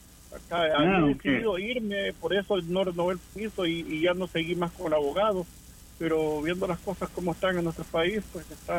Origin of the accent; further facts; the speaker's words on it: El Salvador; moved away; pero que soy salvadoreño